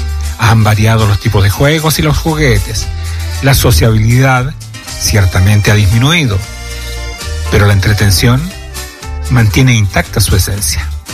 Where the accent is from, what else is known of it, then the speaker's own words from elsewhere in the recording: Compañía Alta, Coquimbo, Chile; Entonces yo le dije que cuando yo era niño, no había televisión y casi no había radio, pues yo me crié en la Compañía Alta.